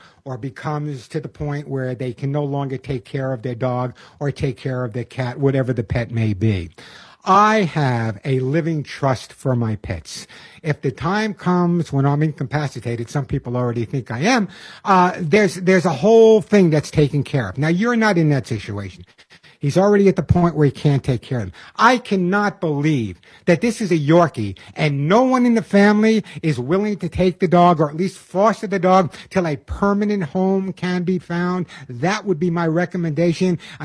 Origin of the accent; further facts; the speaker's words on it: New York, United States; accent: New York; Although I did lose my New York accent.